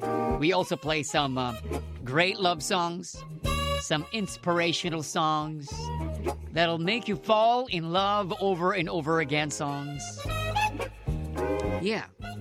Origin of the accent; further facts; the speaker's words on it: Imus, Calabarzon, Philippines; I'm from Imus